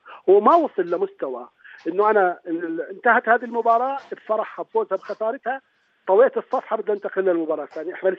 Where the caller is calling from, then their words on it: Jordan; انا كمدرب بالعكس، يعني انا بحكي من الاردن، خلصت كاس عالم، بس الاردن وصلت سلامي لكاس العالم